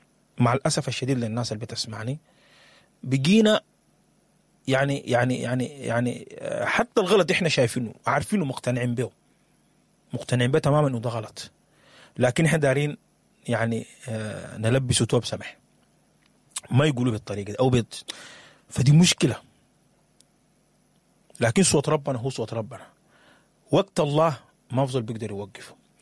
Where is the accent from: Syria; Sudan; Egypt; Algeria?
Sudan